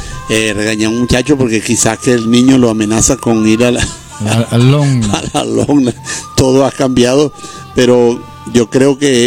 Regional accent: Guanare, Portuguesa, Venezuela; yo soy de Guanare y el paisano era de Acarigua.

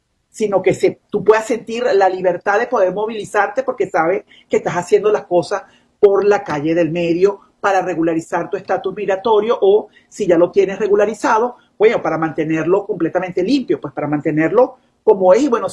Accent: Venezuela; moved away; lo más lamentable que nos puede pasar a nosotros como venezolanos en el exterior, como nos llaman la diáspora, los venezolanos en el exilio, aquellos venezolanos que realmente no podemos regresar en este momento a Venezuela

